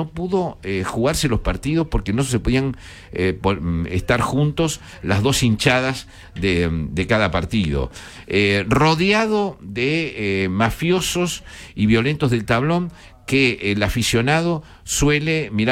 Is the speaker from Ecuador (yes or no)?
no; Argentina; Eso somos nosotros, somos los argentinos, nos tienen que bancar así, etcétera, etcétera.